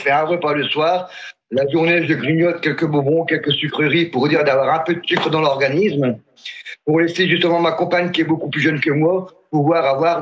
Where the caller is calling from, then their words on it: La Rochelle, Nouvelle-Aquitaine, France; j'habite à La Rochelle.